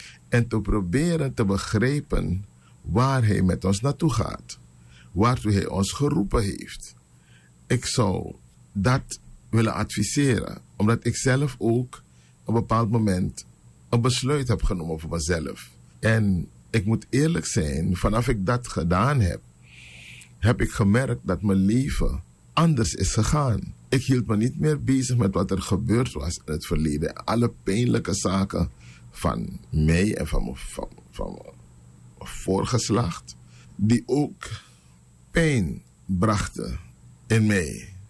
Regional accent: Suriname; born there; Wij zijn in Suriname geboren. En onze voorouders ook.

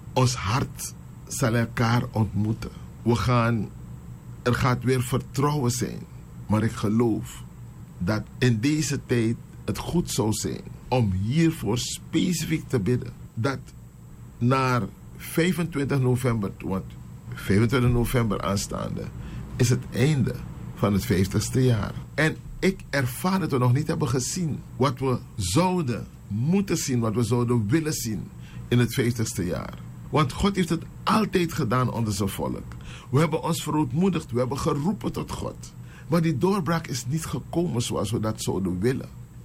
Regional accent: Suriname; Heren, als Suriname zijn we ontwaakt. Als Surinamers is er vaderlandsliefde in ons.

